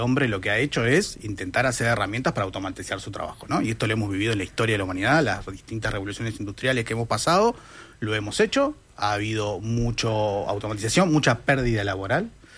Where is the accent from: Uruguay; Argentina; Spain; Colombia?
Uruguay